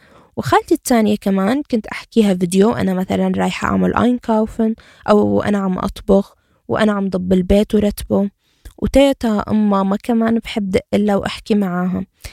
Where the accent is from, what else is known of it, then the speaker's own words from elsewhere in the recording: Syria; moved away; حابة أنشاف … مو كعربية ولا كسورية ولا كمسلمة ولا كمحجبة